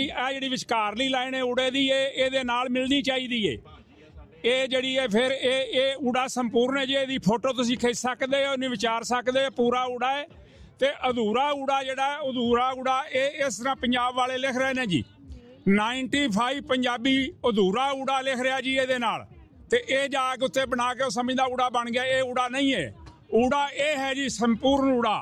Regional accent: Karnal, Haryana, India; now in Melbourne, Australia; ਕਰਨਾਲ ਤੋਂ ਹਾਂ ਤੇ ਮੇਰੇ ਨਾਲ ਨੇ ਜਵਾਰਜੀਤ ਸਿੰਘ ਹੈਪੀ ਜੀ। ਤੇ 2012 ਦੇ ਵਿੱਚ ਅਸਾਂ ਇੱਥੇ ਮੈਲਬੋਰਨ 'ਚ ਸ਼੍ਰੀ ਸੁਖਮਨੀ ਸਾਹਿਬ ਸੇਵਕ ਸਭਾ ਮੈਲਬੋਰਨ ਬਣਾਈ ਸੀ।

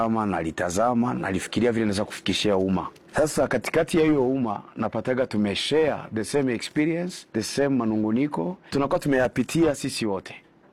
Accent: Burundi; now in Kenya; Nilitoka Burundi

